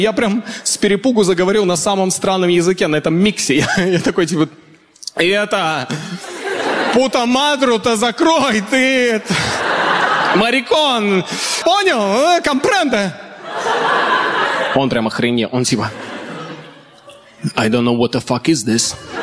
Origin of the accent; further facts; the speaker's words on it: Kazakhstan; also born or lived in Canada; Откуда вы? Я говорю, Казахстан.